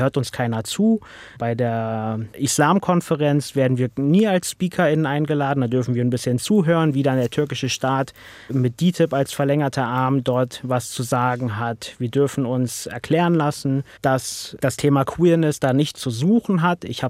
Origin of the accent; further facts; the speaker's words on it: Berlin, Germany; Und das sage ich als Berliner in Hamburg.